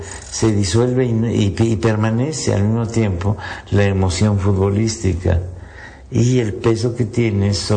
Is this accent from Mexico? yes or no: yes; Mexico; Caemos los mexicanos